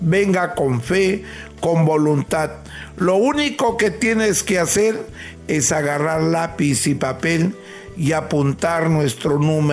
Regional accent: northern Peru, Peru; Gracias a la Santísima Cruz Bendita de Motupe, como buen norteño que soy.

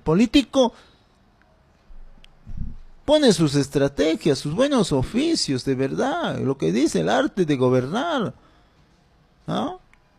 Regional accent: Pichanaki, Junín, Peru; nuestro distrito de Pichanaki.

